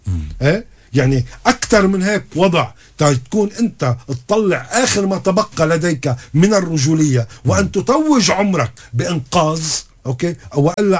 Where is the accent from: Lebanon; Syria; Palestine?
Lebanon; نحن كلبنانيين